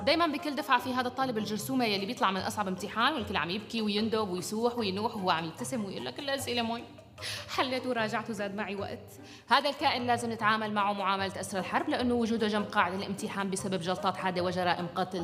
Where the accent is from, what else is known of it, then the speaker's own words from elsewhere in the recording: Syria; أنا سورية